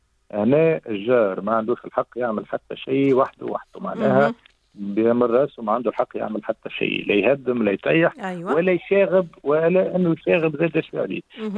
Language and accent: Arabic; Tunisia; اللي عندنا في تونس